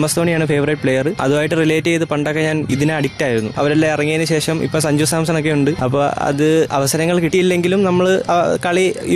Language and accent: Malayalam; Kollam, Kerala, India